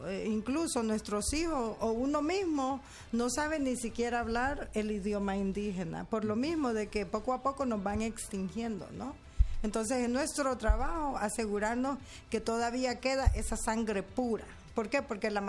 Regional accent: Honduras; now in Los Angeles, United States

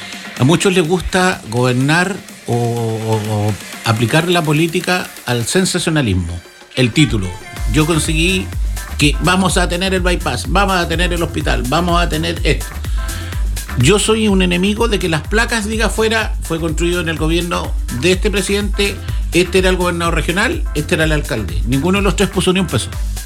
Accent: Castro, Los Lagos, Chile

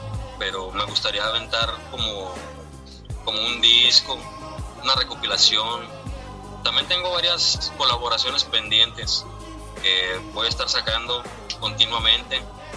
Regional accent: Mexico; soy mexicano.

